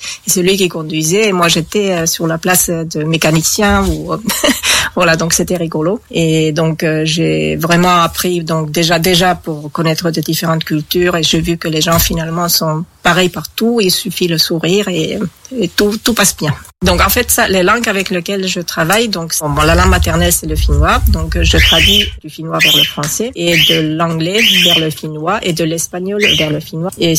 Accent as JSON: {"language": "French", "town": "Jyväskylä", "region": "Central Finland", "country": "Finland", "tie": "born or raised there", "also_born_or_lived": "Geneva, Switzerland / Málaga, Spain", "second_language": "French", "moved": "as an adult", "lives_now": "France", "said": "je viens de la Finlande. Je viens du milieu de la Finlande, c'est environ 300 km de Helsinki. C'est la capitale qui est dans le sud de la Finlande et après on remonte et c'est à Jyväskylä."}